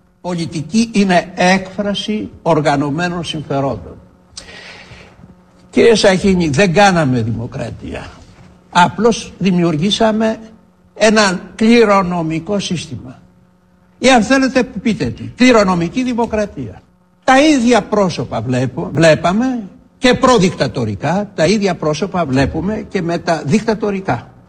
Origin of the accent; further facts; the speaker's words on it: Peloponnese, Greece; Στην πατρίδα μου τη Μάνη λένε το χαμηλό το γάιδαρο όλοι τον καβαλάνε.